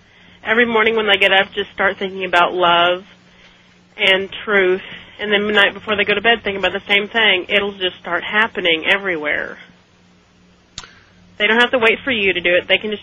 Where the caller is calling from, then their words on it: Cape Girardeau, Missouri, United States; I'm from Cape Girardeau, Missouri.